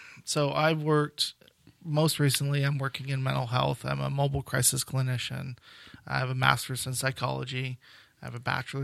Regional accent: Palmer, Alaska, United States; now in Shasta County, United States; I've lived in Shasta County for 18 years, but before that, I grew up in Alaska.

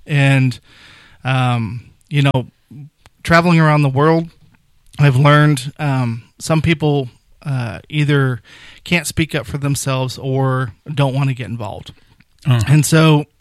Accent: Alaska, United States; also born or lived in East Coast; now in Redding, United States; You know, growing up in Alaska, and I was living on the East Coast at the time when I was working with a nonprofit.

